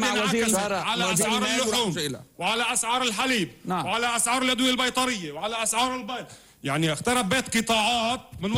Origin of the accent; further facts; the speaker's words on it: Lebanon; احنا مواطنين لبنانيين